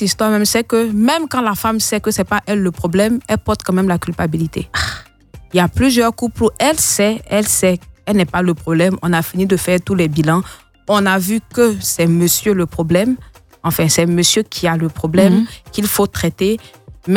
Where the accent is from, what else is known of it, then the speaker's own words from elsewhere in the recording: Côte d’Ivoire; je dis chez nous, les Africains